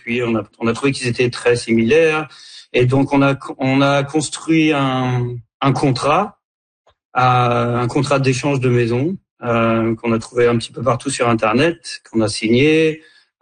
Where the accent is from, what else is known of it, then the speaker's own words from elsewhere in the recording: Canada; J'ai dit, OK, on est Canadien, on vient habiter en France pendant un an.